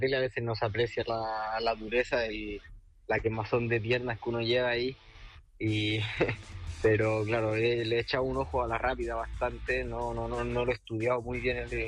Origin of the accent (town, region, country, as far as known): El Quisco, Valparaíso, Chile